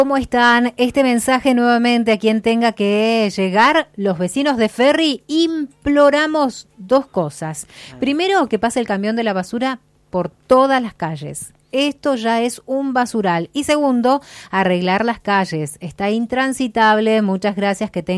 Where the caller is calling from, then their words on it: General Roca, Río Negro, Argentina; Vengo desde General Roca a trabajar a Neuquén